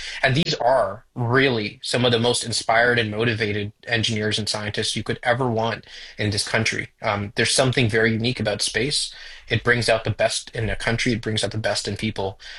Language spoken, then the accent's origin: English; Toronto, Ontario, Canada; I basically was born and raised in Toronto, sort of the Jane Finch area, and always wanted to work on space, and figured that it wasn't going to happen in Canada